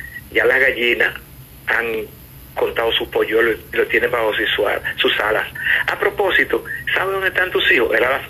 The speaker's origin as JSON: {"language": "Spanish", "country": "Dominican Republic", "tie": "born or raised there", "said": "yo me crié en la Duarte."}